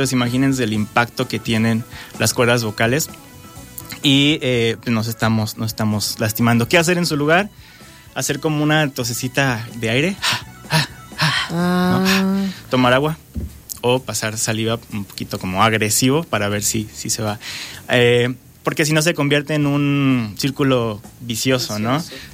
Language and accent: Spanish; Mexico; Como mexicanos, no, pues ahí las salsas, ¿no? El chile.